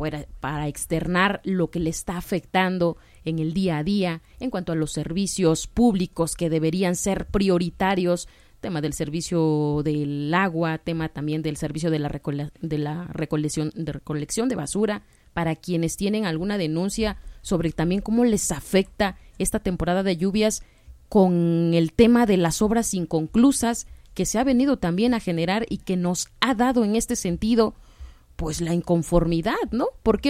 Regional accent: Oaxaca, Mexico; nosotros como ciudadanos oaxaqueños

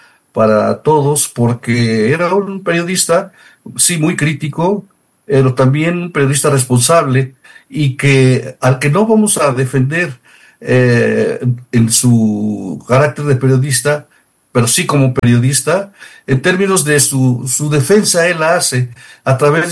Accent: Oaxaca, Mexico

